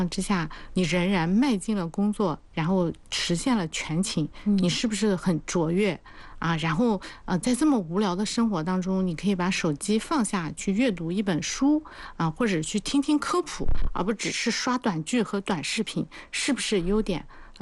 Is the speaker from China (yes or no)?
yes; China